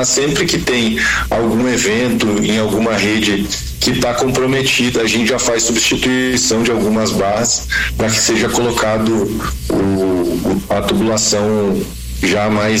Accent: Videira, Santa Catarina, Brazil; Eu sou natural de Videira.

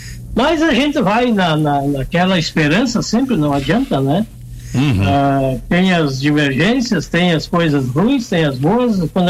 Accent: Brazil; moved away; Quando descobrem que eu sou brasileiro, né?

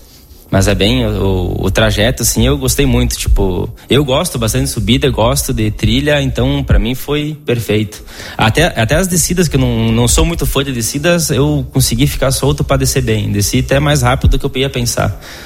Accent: Brazil; eu sou brasileiro também

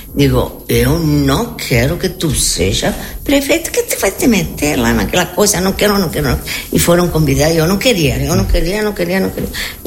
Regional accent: Argentina; Portuguese is a second language; now in Brazil; E naquela época eu vim, vim da Argentina, mas como eu não era naturalizada

